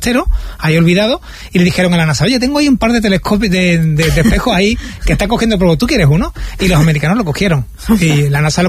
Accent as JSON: {"language": "Spanish", "country": "Spain", "said": "me duele como español"}